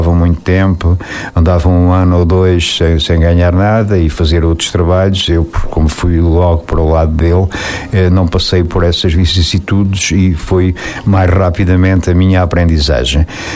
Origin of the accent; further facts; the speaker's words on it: Portugal; born there; eu nasci em Gafes